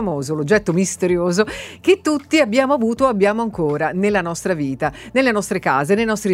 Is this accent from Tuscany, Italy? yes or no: yes; Pisa, Tuscany, Italy; noi si diceva dalle mie parti in Toscana, a Pisa